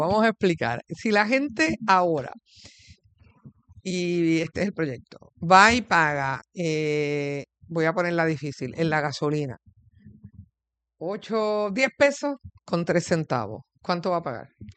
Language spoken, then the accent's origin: Spanish; Mayagüez, Puerto Rico; born there; digo yo, que nací en Mayagüez, es que vamos a terminar redondeando el precio en la venta